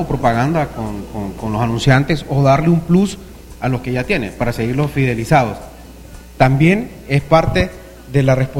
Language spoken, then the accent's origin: Spanish; Siguatepeque, Comayagua, Honduras; nosotros como una ciudad bella que somos, el corazón de Honduras